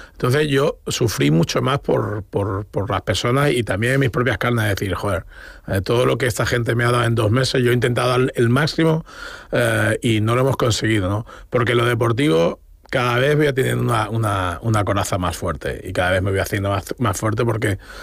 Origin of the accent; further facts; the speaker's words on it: Plasencia, Extremadura, Spain; also born or lived in Cáceres; en Plasencia, mi ciudad natal, y en Cáceres, en la que he vivido los últimos 20 años